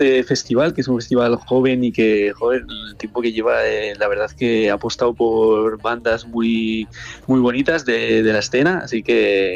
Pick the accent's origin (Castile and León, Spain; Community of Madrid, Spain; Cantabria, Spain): Cantabria, Spain; beber de las raíces de donde somos, de ahí de Cantabria.